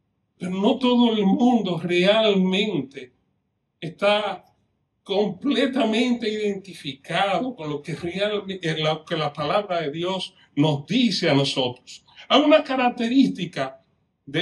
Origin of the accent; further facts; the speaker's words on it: Dominican Republic; En mi país, en la República Dominicana, hay un grupo élite formado hace ya muchos años, los cazadores de montañas